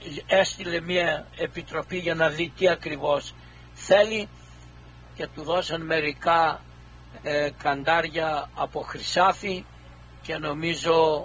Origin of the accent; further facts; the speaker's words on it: Drama, Eastern Macedonia and Thrace, Greece; Από τη Δράμα. Λοιπόν, το θέμα είναι ότι είχαμε ορισμένες συνοικίες που ήταν βουλγαρόφωνοι άνθρωποι. Πηγαίναμε, τότε ήμασταν νεαρά παιδιά, και πηγαίναμε να δούμε όμορφες κοπέλες στα βουλγάρικα, στις βουλγάρικες συνοικίες.